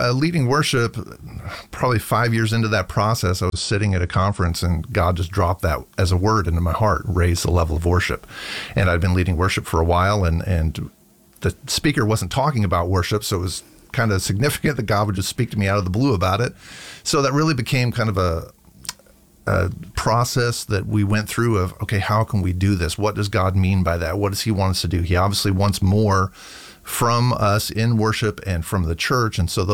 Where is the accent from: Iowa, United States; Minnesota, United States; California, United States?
Iowa, United States; also born or lived in Tulsa, United States; Yeah, I became a PK in the middle of sixth grade. We moved from the Tulsa area to Iowa, where my dad took over a church, and grew up as a PK then and went to Rhema right after high school.